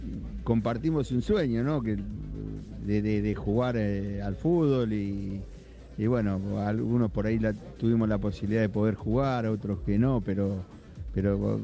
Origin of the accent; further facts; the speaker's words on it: Quilmes, Buenos Aires Province, Argentina; Yo soy de Quilmes. Y bueno, y ahora que reencontrarnos con todos ya con 60 largos